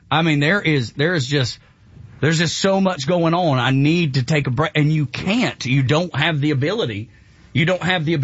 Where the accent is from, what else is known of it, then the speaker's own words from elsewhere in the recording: Dalton, Georgia, United States; I'm from Dalton.